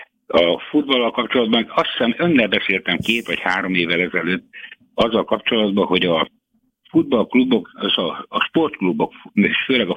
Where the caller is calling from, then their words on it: Szabolcs-Szatmár-Bereg, Hungary; Szabolcsi vagyok